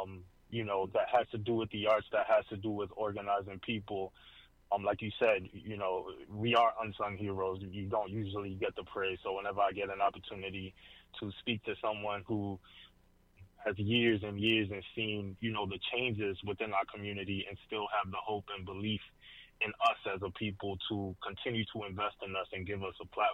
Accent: Brooklyn, New York, United States; So I am originally from Brooklyn. Son of preachers, grandson of preachers.

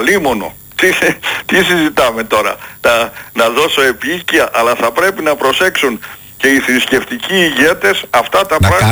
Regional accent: Veltsista, Epirus, Greece; born or raised there

